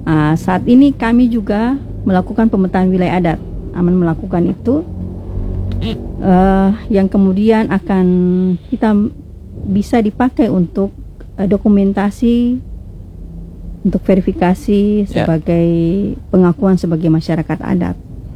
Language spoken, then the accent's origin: Indonesian; Maluku, Indonesia; Karena jujur saja kita di Maluku ini sangat sensitif soal tapal batas. Ego kita sebagai orang Maluku itu masih sangat tinggi soal tapal batas ini.